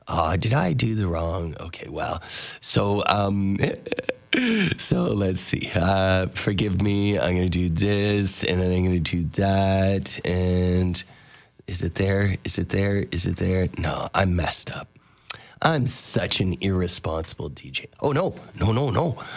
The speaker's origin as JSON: {"language": "English", "town": "Picton", "region": "Ontario", "country": "Canada", "moved": "yes", "lives_now": "Kingston, Canada", "said": "I'm from Picton, so everything is Main Street."}